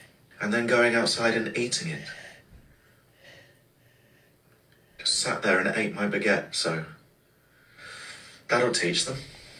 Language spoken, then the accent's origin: English; United Kingdom; So, yeah, naturally, as a British person, I dealt with this by silently watching the baguette get made